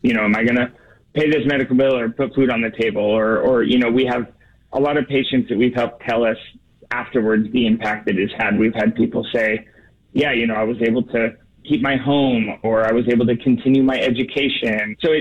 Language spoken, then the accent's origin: English; Portland, Oregon, United States; So I grew up in Portland, Oregon.